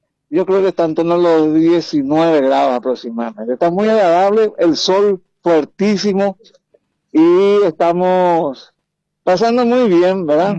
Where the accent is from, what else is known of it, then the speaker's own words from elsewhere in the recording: Paraguay; para nosotros los paraguayos